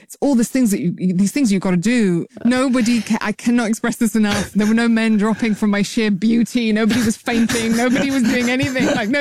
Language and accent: English; United Kingdom